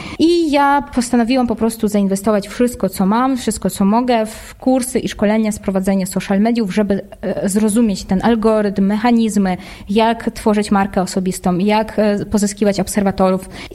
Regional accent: Russia; Polish is a second language; moved away as an adult; also born or lived in Moscow; now in Katowice, Poland; jestem Rosjanką i 9 lat temu przeprowadziłam się do Polski.

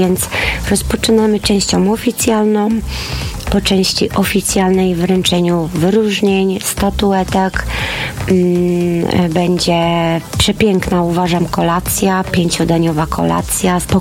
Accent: Szczecin, West Pomeranian Voivodeship, Poland; Ja mieszkam w Szczecinie

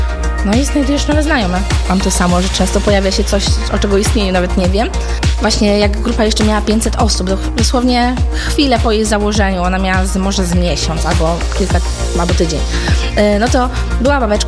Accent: Tricity, Pomeranian Voivodeship, Poland; wszystkie jesteśmy babeczkami z Trójmiasta.

